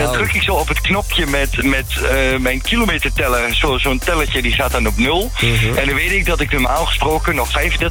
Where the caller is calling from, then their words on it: Overijssel, Netherlands; Ik kom uit Twente.